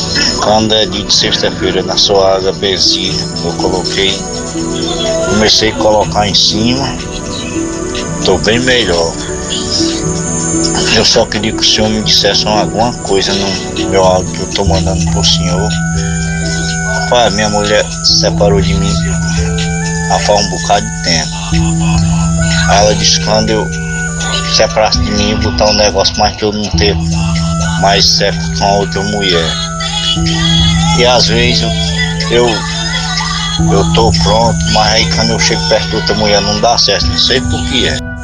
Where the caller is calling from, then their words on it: Pedra Branca, Ceará, Brazil; Eu moro na Pedra, eu sou de Pedra Branca.